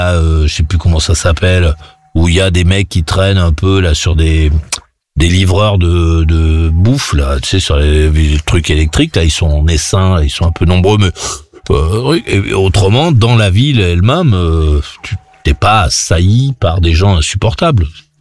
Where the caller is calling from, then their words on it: Royat, Auvergne-Rhône-Alpes, France; Mais bon, moi je suis à Roya, tu vois, donc je suis en haut là, au vent.